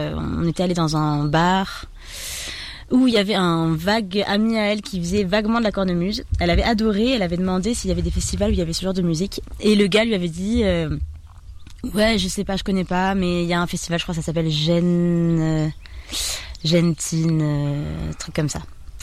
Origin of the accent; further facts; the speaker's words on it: Southern France, France; born there; now in Clermont-Ferrand, France; Avec ma mère, on habitait dans le sud de la France